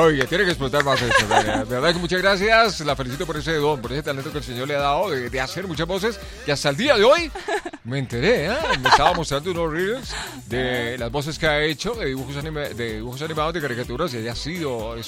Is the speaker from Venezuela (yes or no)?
no; Colombia